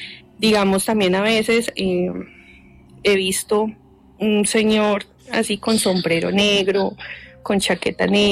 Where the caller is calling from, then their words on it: Armenia, Quindío, Colombia; yo vivo en Armenia.